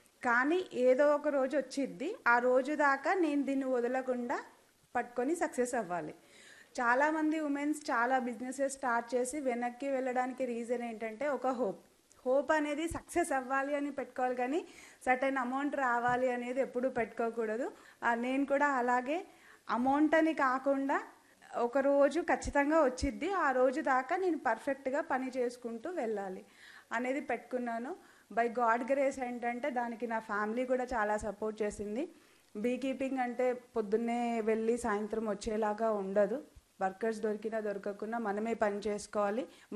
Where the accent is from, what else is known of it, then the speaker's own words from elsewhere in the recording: Karimnagar, Telangana, India; నేను కరీంనగర్ నుంచి వచ్చాను. … నేను ఒక ఉమెన్ ఫార్మర్ని.